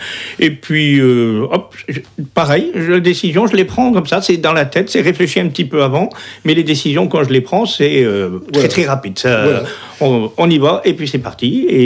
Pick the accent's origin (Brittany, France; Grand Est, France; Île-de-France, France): Brittany, France; Brest; Et moi je suis né à Brest.